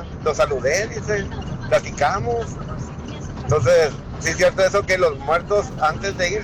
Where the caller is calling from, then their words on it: Tepic, Nayarit, Mexico; somos de Tepic